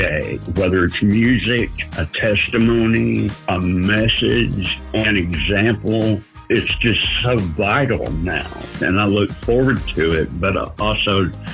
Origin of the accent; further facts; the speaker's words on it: Kingsport, Tennessee, United States; I'm from Kingsport, Tennessee.